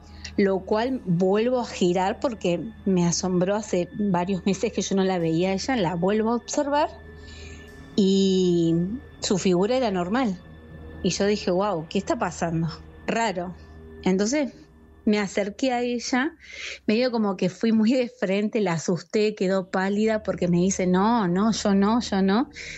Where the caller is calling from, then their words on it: Río Negro, Argentina; De Río Negro.